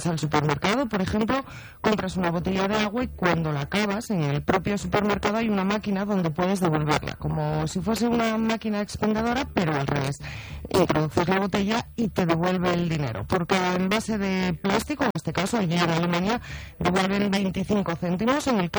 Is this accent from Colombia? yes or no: no; Spain